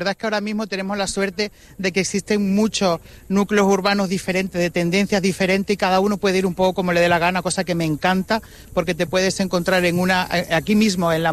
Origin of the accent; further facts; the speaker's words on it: Tenerife, Canary Islands, Spain; moved away; Bueno, yo soy de aquí de Tenerife, del barrio Bastalú. Lo que pasa es que como llevo ya 16 años fuera, novio cordobés, ya no sé ni lo que hablo, madre gallega, tengo una locura, una mezcla, padre canario.